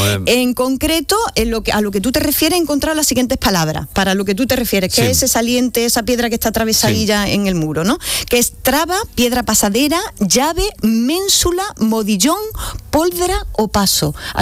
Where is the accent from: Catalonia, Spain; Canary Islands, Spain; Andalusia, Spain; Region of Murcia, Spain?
Andalusia, Spain; que es como se diría en mi pueblo, en vuestro pueblo se dice, te vas a escalabocinar.